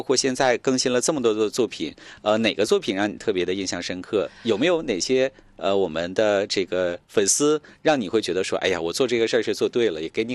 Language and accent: Chinese; Northeast China, China